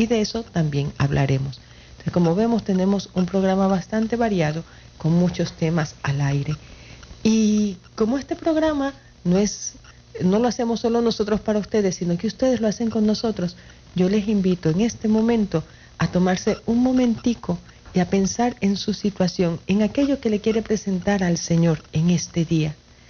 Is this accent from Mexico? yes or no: no; Venezuela; moved away as an adult; also born or lived in Santiago, Chile; now in Santiago de los Caballeros, Dominican Republic; la situación de mi país de origen, Venezuela